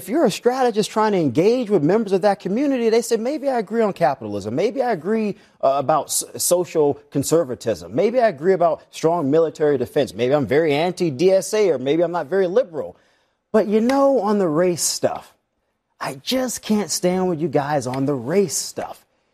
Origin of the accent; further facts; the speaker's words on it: the South, United States; And I mean, obviously, I grew up in the South.